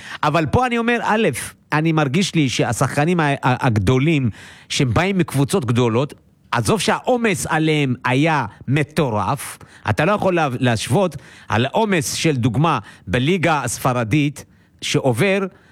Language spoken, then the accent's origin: Hebrew; Arad, Southern District, Israel; אני גם מערד